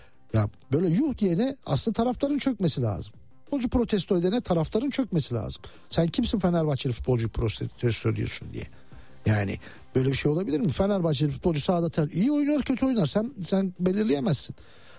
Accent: Muş, Muş Province, Turkey; Muşspor. Benim memleketim yenmiş.

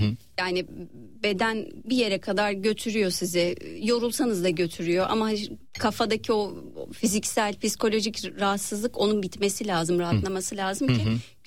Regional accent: İzmir, Turkey; also born or lived in Tatvan, Bitlis; Ben İzmir'de büyüdüm. Babam Ziraat Bankası'ndan emekli. Dolayısıyla işte Afyon Daskarı, Dinar depremiyle beraber bir İzmir macerası.

